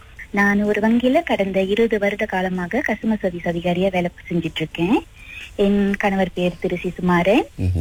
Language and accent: Tamil; Damansara, Selangor, Malaysia; moved away as an adult; now in Sungai Buloh, Malaysia; நான் பிறந்தது வளர்ந்தது எல்லாம் டமன்சாராவில தான். திருமணத்திற்கு பிறகு சில ஆண்டுகள் டமன்சாராவில தான் இருந்தேன். கடந்த 5 வருடங்கள் சொந்த வீடு வாங்கிட்டு இங்க சுங்கைப்புலுவுக்கு வந்துட்டோம்.